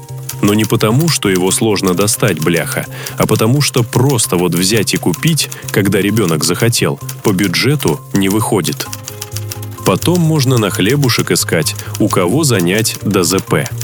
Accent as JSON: {"language": "Russian", "country": "Belarus", "said": "А как быть с тем, что мы, белорусы, пусть недолго, но жили неплохо, а потом как-то незаметно скатились к тому"}